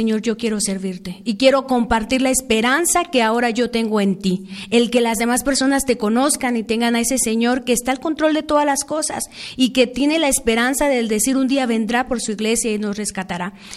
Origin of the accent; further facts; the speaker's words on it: Ayoquesco de Aldama, Oaxaca, Mexico; Soy originaria de Ayoquesco de Aldama, Oaxaca, México.